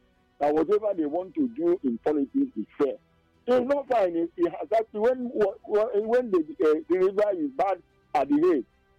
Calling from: Abuja, Federal Capital Territory, Nigeria; I'm calling from Abuja and Crossing.

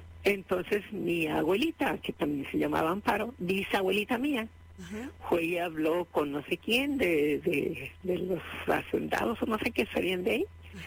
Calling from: Tijuana, Baja California, Mexico; estoy llamando de Tijuana, del fraccionamiento Soler.

